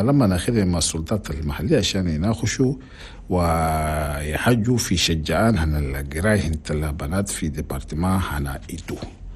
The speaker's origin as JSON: {"language": "Arabic", "country": "Chad", "said": "نفس الساعة في كل الأقاليم أنا بلدن"}